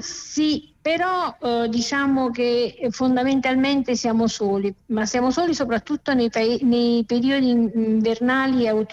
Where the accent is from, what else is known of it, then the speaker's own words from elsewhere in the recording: Pontelandolfo, Campania, Italy; Sì, io vengo da Ponte Landolfo, che è un paesino della provincia di Benevento.